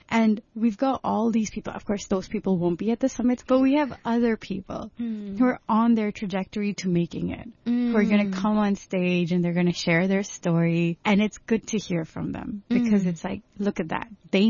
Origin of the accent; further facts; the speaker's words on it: Hong Kong; growing up in Hong Kong myself, I've had feelings of loneliness where I don't feel understood. I speak Cantonese. I speak Punjabi as well. I'm from Punjab. I'm third generation in Hong Kong, so I can't say I'm from Punjab. But I'm very proud to say I'm Punjabi.